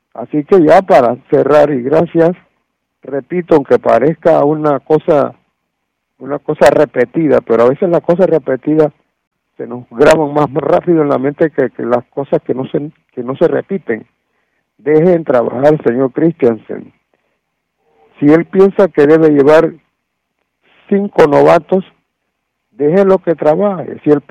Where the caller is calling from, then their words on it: Panama; usted sabe cómo somos nosotros los panameños, ¿no?